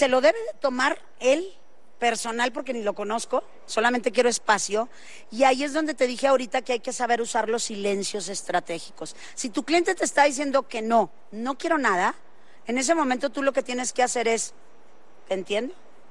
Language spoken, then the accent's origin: Spanish; Monterrey, Nuevo León, Mexico; accent: norteño; soy norteña